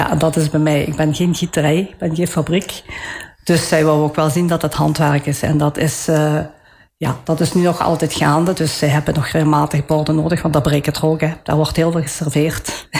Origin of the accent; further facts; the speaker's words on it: Italy; Ja, ik ben Italiaans, maar